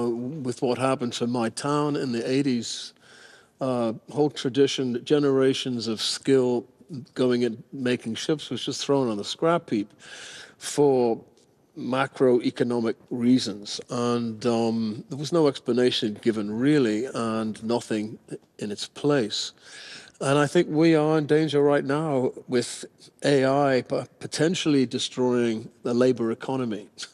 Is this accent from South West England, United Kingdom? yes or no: no; Tyneside, North East England, United Kingdom; moved away; I was born on Tyneside, right next to a shipyard.